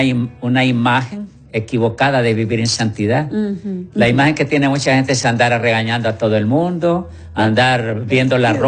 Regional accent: Honduras; ¿de dónde eres? De un país que se llama Honduras, en Centroamérica.

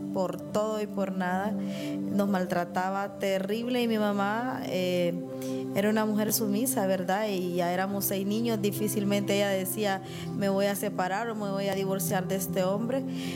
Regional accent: La Ceiba, Atlántida, Honduras; born there; also born or lived in Tocoa, Colón, Honduras; Nací en la ciudad, en Tocoa, Colón, ¿verdad? Me crié en la ciudad de La Ceiba. Soy la mayor de 6 hermanos.

